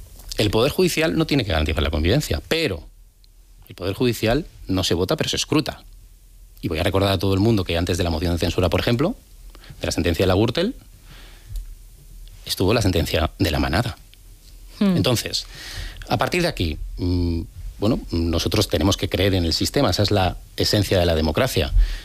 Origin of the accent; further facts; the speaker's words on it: San Sebastián, Basque Country, Spain; now in Madrid, Spain; yo cuando llegué de Donosti a Madrid, hoy Madrid DF